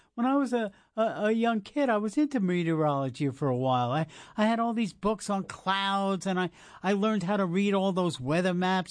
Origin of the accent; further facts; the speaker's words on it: New Jersey, United States; now in Juneau, United States; See, I got to tell you, I'm from New Jersey, actually, and I kind of miss New Jersey. It's been a few years now since I've been back, but it's quite a place, New Jersey.